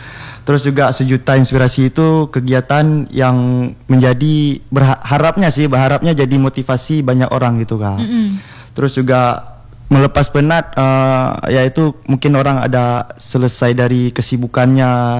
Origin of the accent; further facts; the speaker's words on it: Aceh, Indonesia; Kalau asal asli Aceh Barat, Kak.